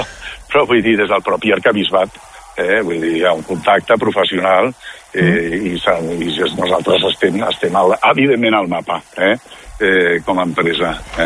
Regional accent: Barcelona, Catalonia, Spain; com a ciutadans de Barcelona, com a Catalunya, com a catalans que som.

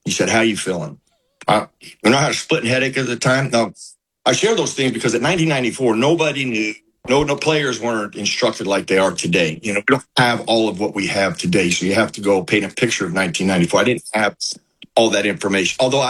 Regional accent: Pittsburgh, Pennsylvania, United States; Because I come from Pittsburgh, where we were doing cognitive testing before the season

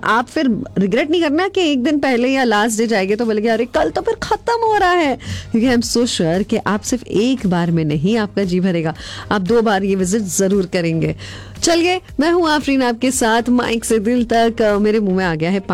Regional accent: Mumbai, Maharashtra, India; now in Qatar; मैं मुंबई से हूँ ना

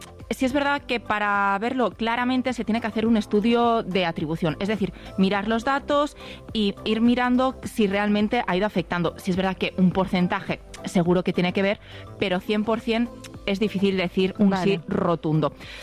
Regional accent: Lleida, Catalonia, Spain; En cambio, como yo soy de Lleida, allí con 40 grados a la sombra, es lo que, con lo que me he criado

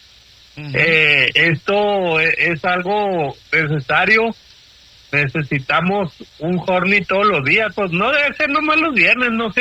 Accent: Mexico; A nosotros, como buenos mexicanos

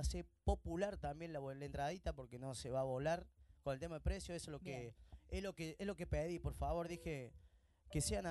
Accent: Argentina

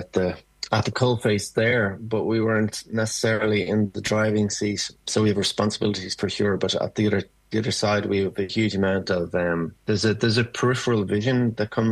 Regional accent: Ireland; And I suppose as Irish people, we have a sense of we are rare in the Western world as a country that never colonized

